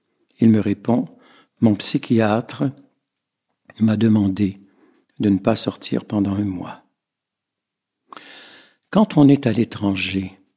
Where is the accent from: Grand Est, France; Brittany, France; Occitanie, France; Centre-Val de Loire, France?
Centre-Val de Loire, France; Donc, la Beauce, c'est aussi ma région natale. Je suis Beauceron.